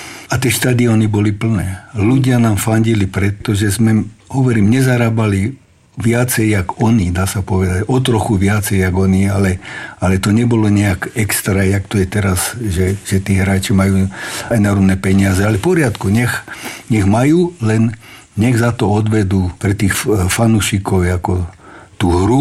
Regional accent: Topoľčany, Nitra Region, Slovakia; a ja osobne pochádzam z Topolčana, v Topolčanoch sa veľmi dobre robilo

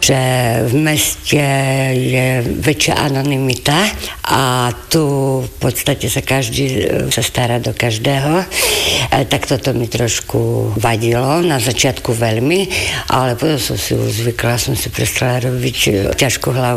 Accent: Prešov, Prešov Region, Slovakia; now in Vyšný Žipov, Slovakia; Ja som Prešovčanka.

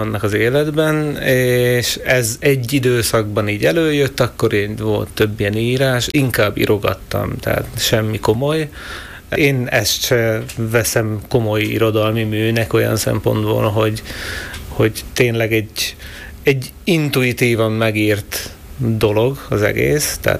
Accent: Šamorín, Trnava Region, Slovakia; Én 40 éve élek ebben a házban. Közben éltem külföldön is, utazgattam sokat, úgyhogy de most így stabilan 40 éve vagyok ide bejelentve

